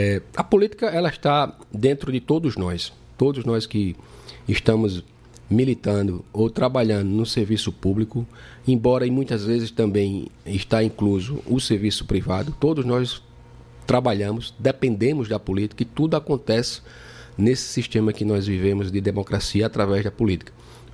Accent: Campina Grande, Paraíba, Brazil; also born or lived in Esperança; Eu sou nasci em Esperança, mas me considero campinense porque eu vim morar aqui em Campina Grande com meus 7 anos de idade.

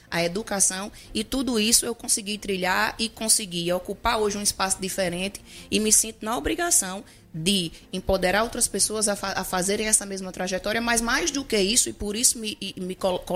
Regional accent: Bahia, Brazil; moved away; sou de Bahia, tenho ainda uma história que não sai de lá

